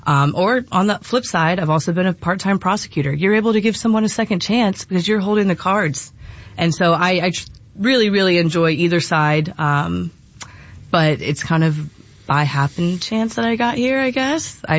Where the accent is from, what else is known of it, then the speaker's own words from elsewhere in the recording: Georgia, United States; also born or lived in Colorado Springs, United States; So raised in Cobb County, not born in Cobb County.